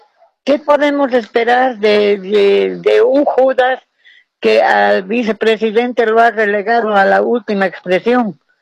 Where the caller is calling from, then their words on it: Cochabamba, Bolivia; De Cochabamba.